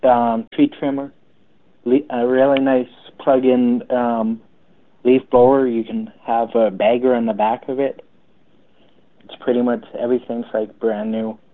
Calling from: Langley, Manitoba, Canada; Calling from Langley, Manitoba.

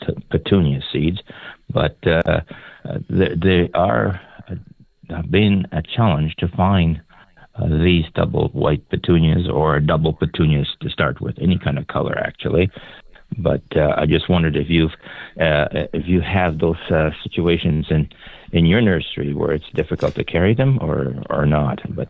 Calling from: Three Hills, Alberta, Canada; Calling from Three Hills, Alberta.

